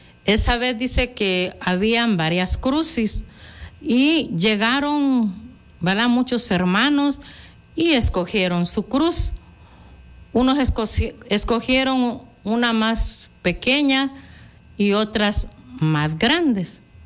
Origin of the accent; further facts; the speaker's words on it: Guatemala; todos como guatemaltecos debemos de también honrar a nuestra amada patria Guatemala.